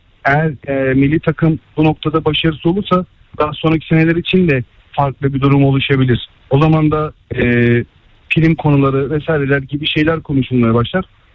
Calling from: Istanbul, Turkey; İstanbul'dan arıyorum.

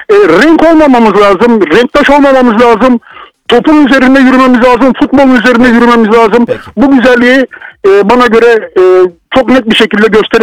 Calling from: İzmir, Turkey; İzmir'den arıyorum sizi.

